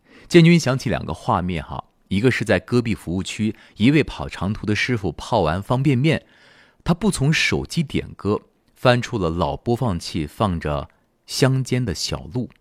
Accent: China; 我们中国人

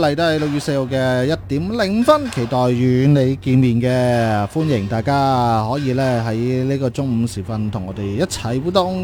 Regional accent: Zhaoqing, Guangdong, China; 因为我乡下就喺嗰边

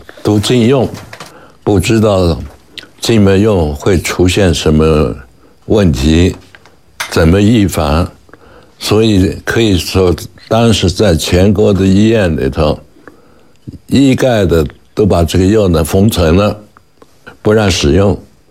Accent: Yunnan, China; 特别是我是云南人

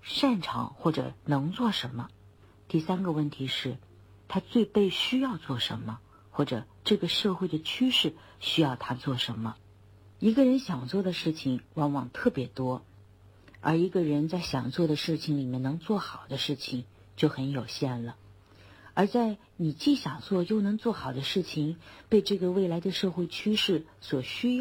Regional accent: Huangshan, Anhui, China; moved away as an adult; 1987年2月15日，在黄山的脚下，我出生在黄山市黄山区的一片果园里。在17岁以前，我都没有离开过黄山。17岁，我在那里完成了幼儿园、小学、中学和高中的所有学业。

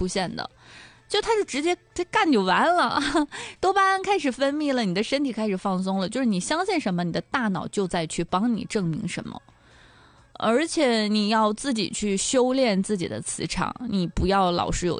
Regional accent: Dalian, Liaoning, China; 咱们大连话

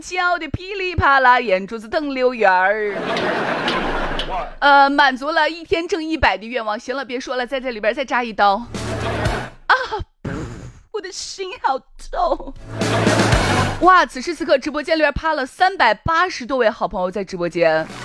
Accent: Shaanxi, China; 尤其是咱们陕西话

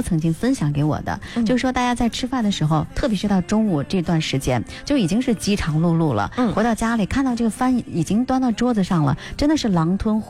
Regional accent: Shanxi, China; 我们山西人特别的热情好客

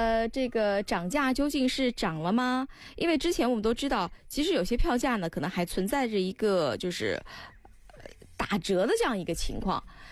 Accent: Anhui, China; 对于咱们安徽人来说

